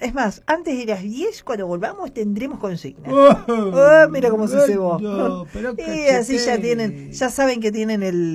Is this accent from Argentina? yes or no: yes; Patagonia, Argentina; Pero claro, somos patagónicos